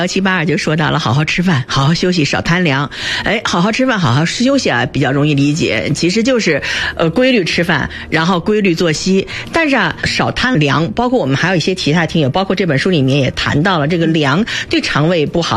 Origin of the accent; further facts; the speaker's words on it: China; 我们中国人